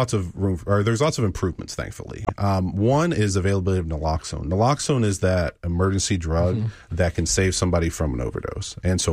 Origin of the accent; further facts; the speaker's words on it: West Virginia, United States; moved away; so I grew up in West Virginia. I'm from West Virginia.